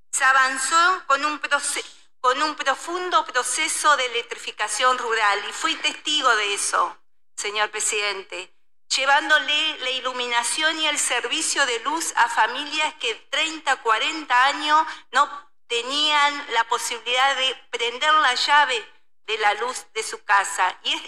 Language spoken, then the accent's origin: Spanish; San José de Feliciano, Entre Ríos, Argentina; en nuestra ciudad, Feliciano, hablo de Feliciano porque soy de ahí, conozco y soy parte de la historia de mi pueblo, de mi ciudad.